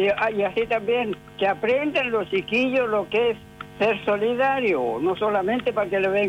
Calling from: Chile; De acá, de la Clotario.

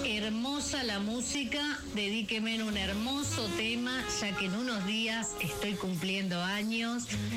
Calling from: Balcarce, Buenos Aires Province, Argentina; de Balcarce, provincia de Buenos Aires, ciudad de Fangio, ciudad de mi hermosa papa, donde se cosecha papa, se siembra papa

